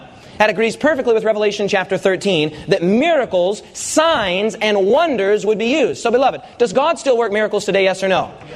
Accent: Rapid City, South Dakota, United States; I was from Rapid City, South Dakota.

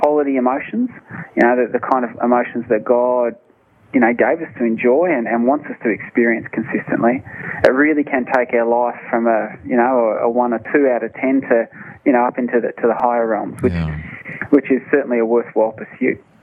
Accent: Australia; I, being an Australian

